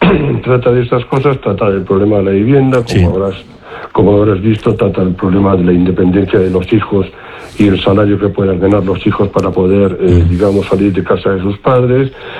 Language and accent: Spanish; Basque Country, Spain; Yo soy vasco